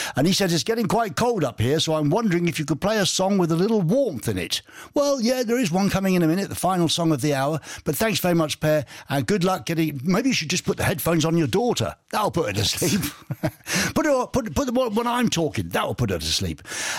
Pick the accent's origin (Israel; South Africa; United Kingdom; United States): United Kingdom; England; I don't understand German. I'm an Englishman.